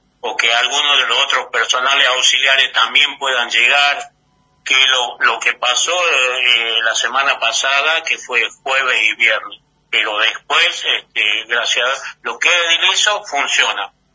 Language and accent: Spanish; Salta, Argentina; moved away as an adult; now in Chubut, Argentina; Yo soy de Salta y estoy como inserto en la comunidad aborigen wichí.